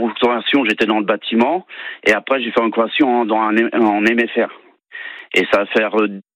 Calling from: Brittany, France; Ille-et-Vilaine, Châtillon-Rondelet.

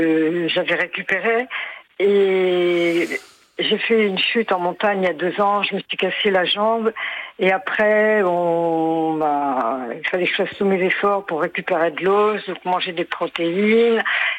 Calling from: Paris, Île-de-France, France; Bonjour, de Paris.

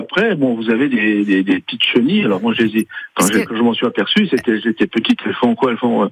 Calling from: Toul, Grand Est, France; j'habite à Toul

